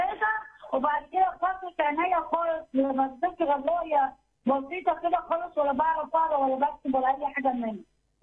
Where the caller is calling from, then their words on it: Mallawi, Minya Governorate, Egypt; انا من المنيا.